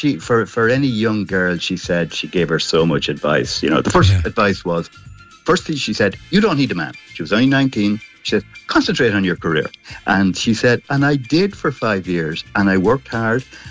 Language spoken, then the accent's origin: English; Ireland; as Irish lads say